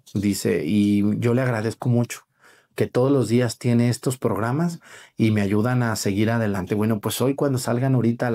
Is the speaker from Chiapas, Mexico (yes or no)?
no; Mexticacán, Jalisco, Mexico; Hermanos, muchas gracias por ir a Mesticacán y ayudar a mi pueblo de tantas formas. Es un pueblo que yo quiero, donde algún día, ya más viejito yo, después de mis 60 años, quiero irme a vivir ahí mis últimos años